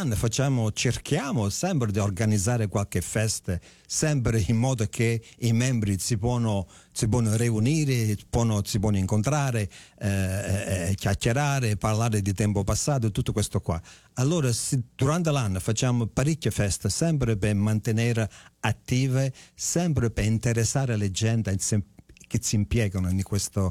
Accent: Canada; also born or lived in Jelsi, Italy; in Canada con i miei genitori, ero ancora piccolo quando certo. I miei genitori sono venuti, allora sono cresciuto in Canada, sì, però sì. Nata in Italia, nato a Jelsi.

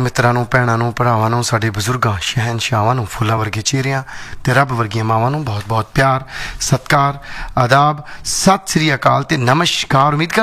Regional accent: Punjab, India; ਮੈਂ ਮਾਲਵੇ ਤੋਂ ਹਾਂ

